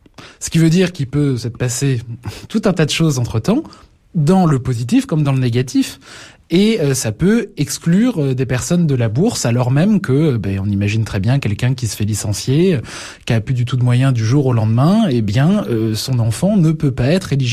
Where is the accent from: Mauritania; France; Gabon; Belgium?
France; moi je suis français